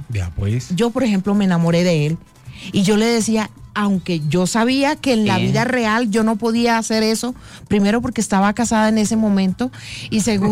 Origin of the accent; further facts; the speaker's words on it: Planeta Rica, Córdoba, Colombia; now in Bogotá, Colombia; De Planeta Rica, Córdoba.